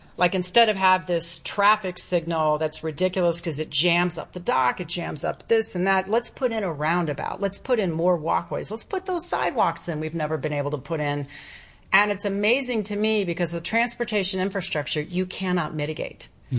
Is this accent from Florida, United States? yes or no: yes; Florida, United States; Growing up in South Florida